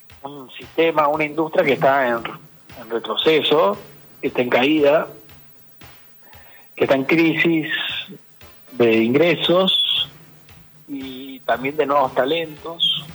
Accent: San Francisco, Córdoba, Argentina; moved away as an adult; now in Córdoba, Argentina; Vine a estudiar en el 2001 como un especial, soy de San Francisco, al este de la provincia de Córdoba.

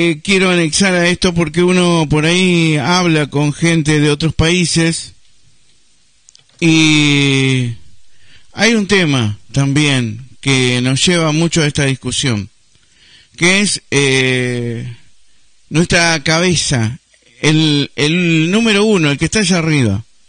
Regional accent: Argentina

